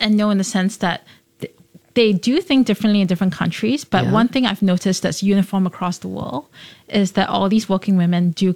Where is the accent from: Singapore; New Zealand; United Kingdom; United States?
Singapore; I mean, I grew up here. I was born and bred in Singapore.